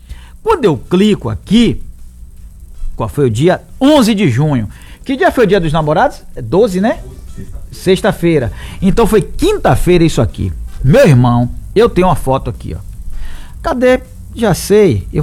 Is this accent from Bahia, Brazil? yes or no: yes; Salvador, Bahia, Brazil; Ó, quando eu era pequeno lá em Paripe, eu sabia que era assim, o ambulante é vendedor ambulante, ou então o camelô.